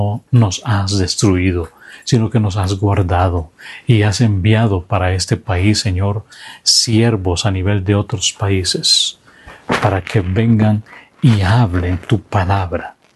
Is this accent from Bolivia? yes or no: no; Honduras